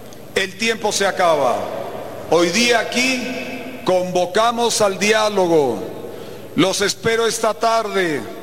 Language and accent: Spanish; Tarija, Bolivia; como tarijeño, como boliviano, pero también como un amante de La Paz